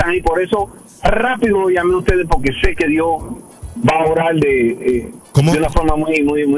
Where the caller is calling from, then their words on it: Opa-locka, Florida, United States; Bueno, yo vivo en este momento, estoy vivo en Opa Loca. Vengo a Opa Loca en este momento.